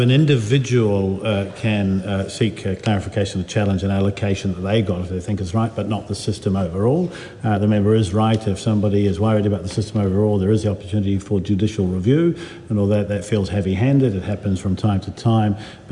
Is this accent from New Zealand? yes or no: yes; Te Puke, Bay of Plenty, New Zealand; I come from Te Puke.